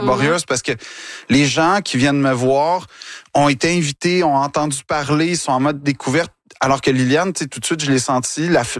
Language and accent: French; Quebec, Canada